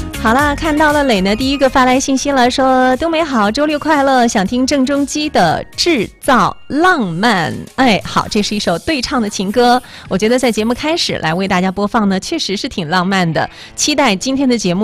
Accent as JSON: {"language": "Chinese", "town": "Suzhou", "region": "Jiangsu", "country": "China", "lives_now": "Jinzhou, China", "said": "你看我老家也是南方的嘛，我老家在苏州"}